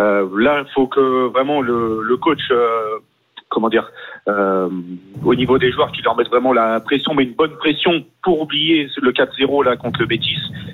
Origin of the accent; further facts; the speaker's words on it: Nantes, Pays de la Loire, France; Moi, en fait, je suis pas de Lyon même, je suis de Nantes